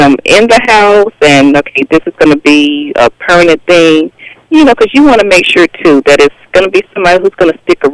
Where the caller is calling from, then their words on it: Fayetteville, North Carolina, United States; I'm calling from Fayetteville, North Carolina.